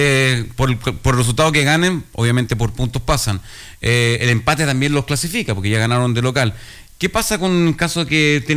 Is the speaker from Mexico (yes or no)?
no; Chile